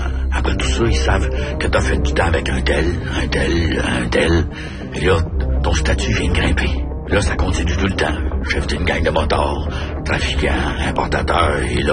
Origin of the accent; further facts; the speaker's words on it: Quebec City, Quebec, Canada; J'ai été élevé à Saint-Roch, jusqu'à Limoilou.